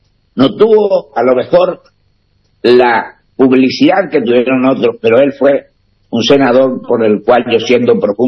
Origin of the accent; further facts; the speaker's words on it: San Luis del Palmar, Corrientes, Argentina; en San Luis del Palmar, que es mi pueblo.